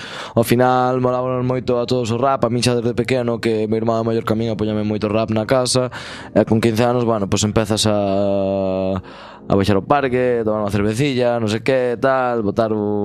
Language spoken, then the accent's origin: Galician; Xinzo de Limia, Galicia, Spain; A verdad, eu son de Xinzo, pero meus pais son de Perrelos e de Folgoso, que son dous pueblos do concello de Sarreaus